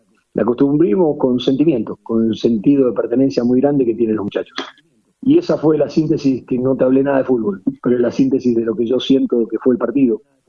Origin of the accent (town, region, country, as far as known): Argentina